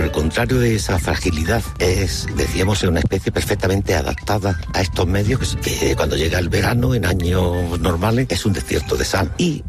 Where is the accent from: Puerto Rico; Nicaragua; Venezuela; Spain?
Spain; Antequera, Andalusia; soy de Antequera